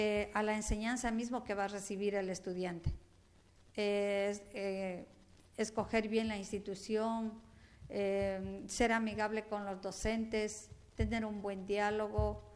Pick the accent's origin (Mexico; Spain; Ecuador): Ecuador; Amazon; los que somos de la Amazonía